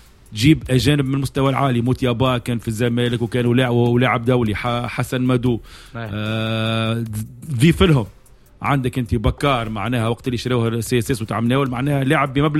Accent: Tunisia; بالنسبه لي انا احسن لاعب وسط ميدان في البطوله التونسيه كتونسي

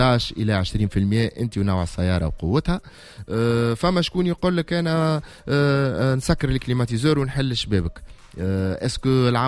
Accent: Tunis, Tunis Governorate, Tunisia; born there; والله احسن بلاصه هي مسقط راسي هي لافايت

